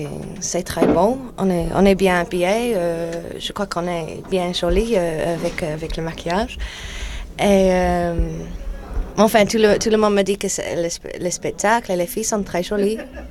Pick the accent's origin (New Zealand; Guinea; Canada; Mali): New Zealand; Oui. Je viens de Nouvelle-Zélande. Parce que déjà je suis très grande et j'avais fait la danse classique.